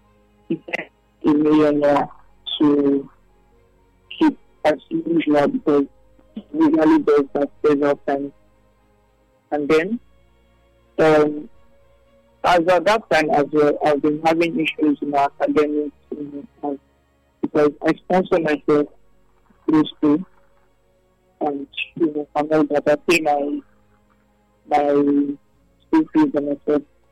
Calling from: Lagos, Nigeria; I'm calling from Lagos.

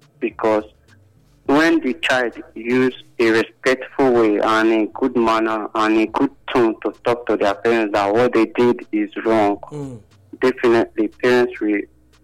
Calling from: Benin City, Edo, Nigeria; I'm calling from Benin, Ramat Park.

